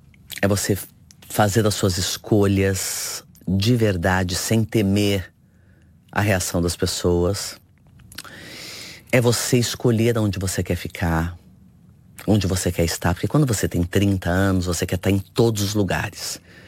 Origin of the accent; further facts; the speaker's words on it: Brazil; eu sou brasileira.